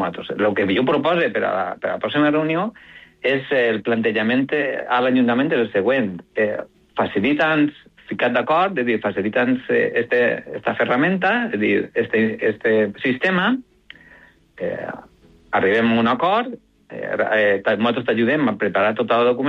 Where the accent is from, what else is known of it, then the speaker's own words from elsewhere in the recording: L'Olleria, Valencian Community, Spain; que jo soc d'Olleria